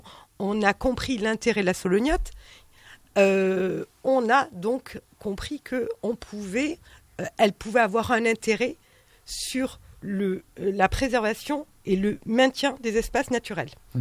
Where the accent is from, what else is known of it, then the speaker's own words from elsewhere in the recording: Soustons, Nouvelle-Aquitaine, France; C'est moi qui ai approché la commune parce que, un, je suis de Souston à la base